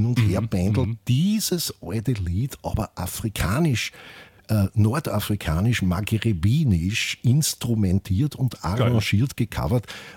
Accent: Austria; Ja, nein, Österreich, wie wir zuerst gesagt haben, wir sind Österreicher.

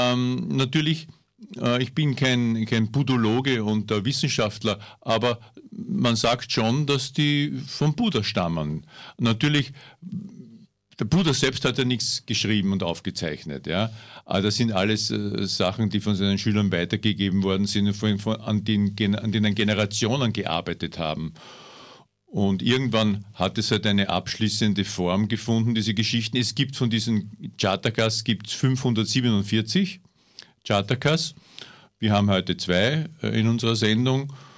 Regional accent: Vienna, Austria; moved away as an adult; now in Upper Austria, Austria; dann Mitte der 80er habe ich noch in Wien gewohnt, ich bin Wiener

